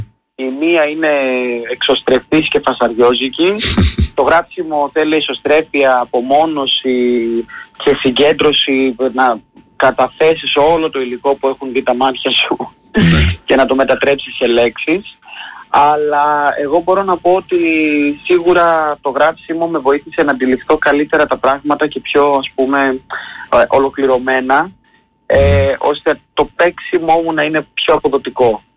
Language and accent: Greek; Crete, Greece; γιατί εγώ μεγάλωσα εδώ, στην Κρήτη.